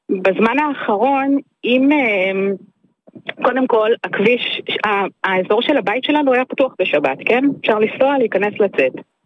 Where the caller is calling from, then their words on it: Bnei Brak, Tel Aviv District, Israel; הגענו לבני ברק לפני 17 שנים, אני ובעלי, נולדו לנו שני ילדים במהלך הזמן. אנחנו, מה שנקרא, חוצים את הכביש ואנחנו ברמת גן, אבל אנחנו בני ברק.